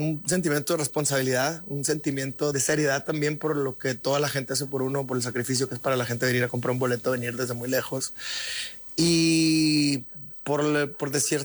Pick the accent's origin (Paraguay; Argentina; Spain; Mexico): Mexico; Creo que como mexicanos tenemos pocos años que nos volvimos a dar cuenta de lo importante que es y el representar nuestra cultura, el representar nuestro país